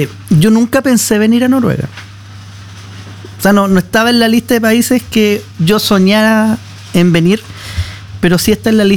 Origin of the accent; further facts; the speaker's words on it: Chile; pero somos chilenos.